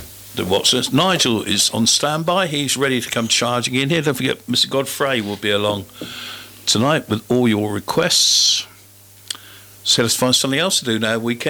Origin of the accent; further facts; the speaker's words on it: Portsmouth, South East England, United Kingdom; I'm from Portsmouth.